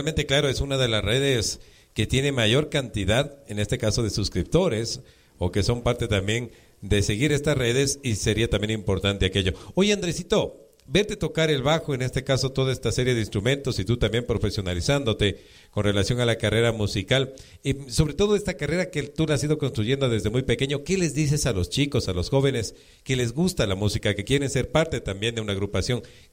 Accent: Ecuador; a quienes somos ecuatorianos de corazón

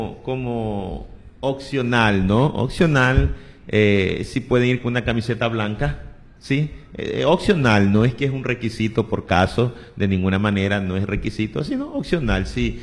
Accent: Ecuador; lo que está producido hoy en nuestro Ecuador, es la ausencia de Dios en nuestras autoridades

